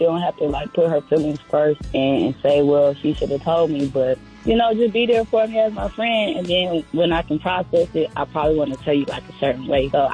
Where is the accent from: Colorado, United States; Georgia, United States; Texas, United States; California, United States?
Georgia, United States; Atlanta; I'm from the East Atlanta side.